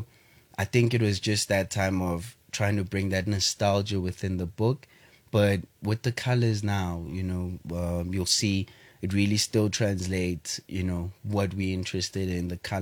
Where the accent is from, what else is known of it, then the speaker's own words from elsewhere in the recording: South Africa; as a South African